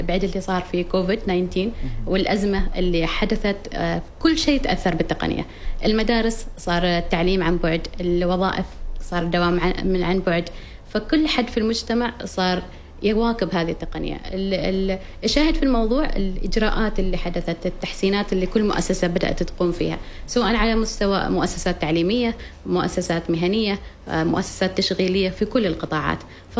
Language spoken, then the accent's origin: Arabic; Oman; احنا كمجتمع عماني